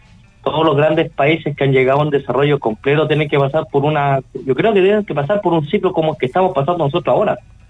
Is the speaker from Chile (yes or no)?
yes; Santiago, Santiago Metropolitan Region, Chile; now in Antofagasta, Chile; yo soy de Santiago, yo llevo 20 y tantos años viviendo acá